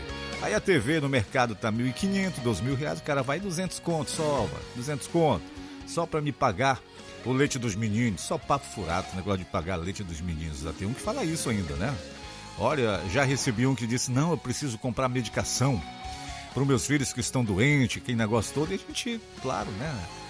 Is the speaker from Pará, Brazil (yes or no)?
yes; Alenquer, Pará, Brazil; cumprimentando todos os nossos novos e velhos amigos da minha querida terrinha Alenquer